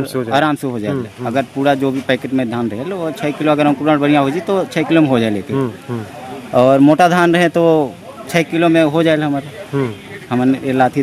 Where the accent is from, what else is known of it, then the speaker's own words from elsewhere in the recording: Chhattisgarh, India; हाँ, सूरजपुर से 80 किलोमीटर पड़े हमारे गाँव।